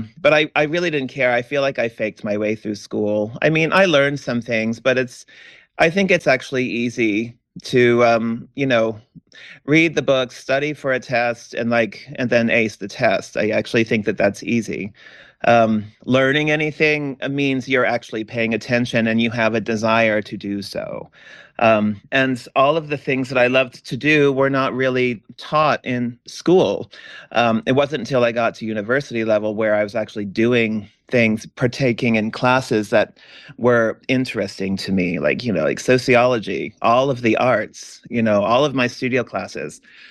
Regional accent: Texas, United States; born or raised there; also born or lived in Idaho / Colorado

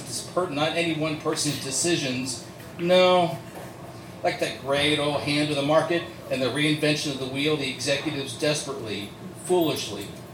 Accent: Cincinnati, Ohio, United States; now in Louisville, United States; I'm not from Louisville originally. I'm originally from around Cincinnati, and Cincinnati informs a lot of my mental imagination map.

